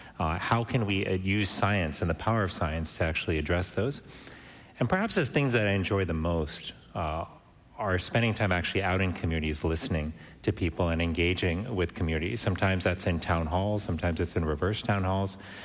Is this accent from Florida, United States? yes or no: yes; Miami, Florida, United States; born or raised there